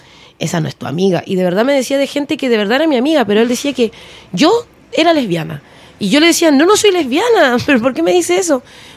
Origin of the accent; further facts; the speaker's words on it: Peru; moved away as an adult; now in Chile; tengo 39 años y de mi vida yo me vine a los 19. Tengo un año más aquí viviendo en Chile. O sea, yo soy mitad chilena, mitad peruana. Tengo una esencia y unos valores bien peruanos